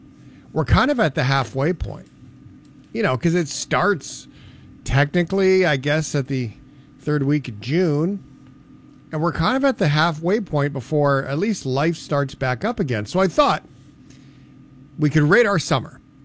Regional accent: Canada; as a Canadian

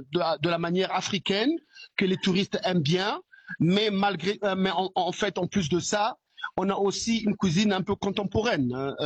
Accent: Brazzaville, Republic of the Congo; Ben, Bertrand, moi je viens du Congo-Brazzaville. Comme je disais tout à l'heure, quand la connexion n'était pas bonne, chez nous, à Brazza

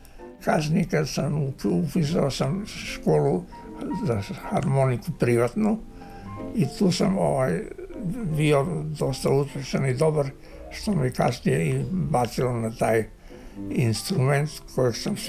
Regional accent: Delnice, Primorje-Gorski Kotar County, Croatia; Ja sam rođen u Gorskom kotaru u Delnicama.

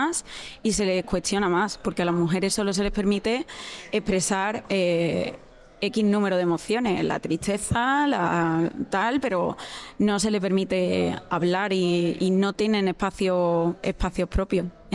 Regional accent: Seville, Andalusia, Spain; now in Barcelona, Spain; Pues bueno, yo soy de Sevilla, yo soy andaluza, aunque vivo en Barcelona

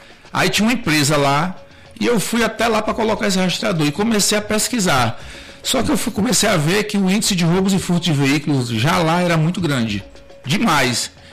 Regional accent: Ceará, Brazil; born there; also born or lived in Pará; now in Rio Grande do Norte, Brazil; Eu costumo dizer que eu sou um cearense, mas me considero hoje potiguar. Quando me pergunto, nasci no Ceará, mas sou potiguar.

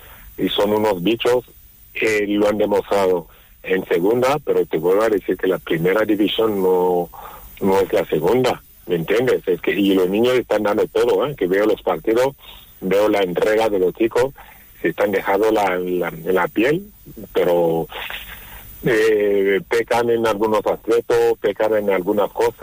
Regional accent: Málaga, Andalusia, Spain; como malagueño y malaguista

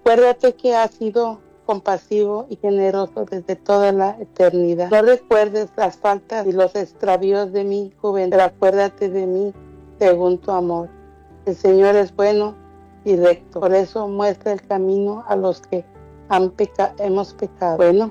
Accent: Ciudad Hidalgo, Michoacán, Mexico; Soy de Michoacán, de Ciudad Hidalgo, Michoacán. Tengo 52 años

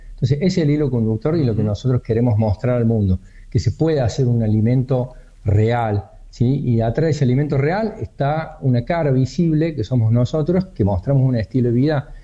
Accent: Argentina; El argentino en sí es resiliente, el contexto te obliga a pensar y eso nos hace únicos como argentinos, ¿no?

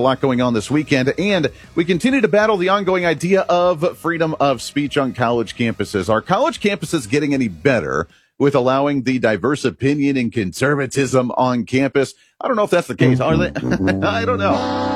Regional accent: Colorado, United States; I know that I grew up in Colorado.

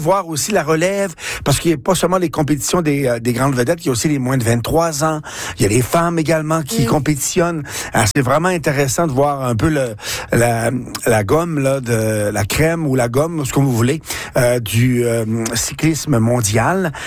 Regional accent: Quebec, Canada; accent: Québécois

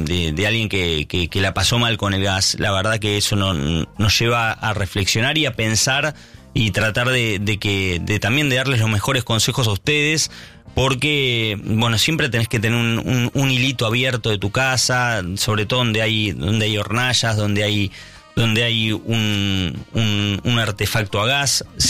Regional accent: Mar del Plata, Buenos Aires Province, Argentina; Me acordé mis tiempos de niño en Mar del Plata.

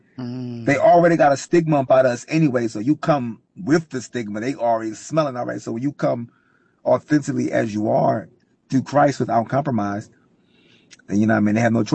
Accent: Philadelphia, Pennsylvania, United States; I'm from Philly.

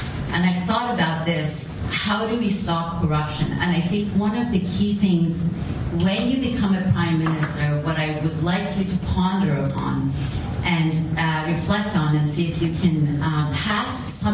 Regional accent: Iran; moved away as an adult; I'm originally from Iran. I've been living here for 45 years, and it's been a pleasure to be in this beautiful country.

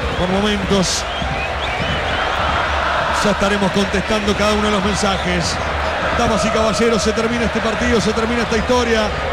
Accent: Argentina

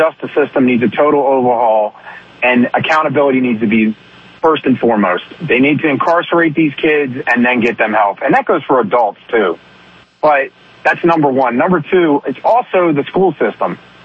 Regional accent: Baltimore, Maryland, United States; I mean, to me, you know, I grew up in Baltimore City, and I know the issues at hand, and, you know, it's vast.

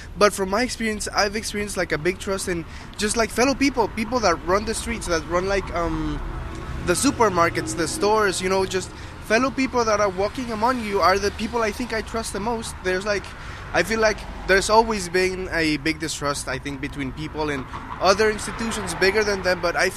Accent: Mexico; now in United States; I am from Mexico, actually. I moved here like a couple years ago

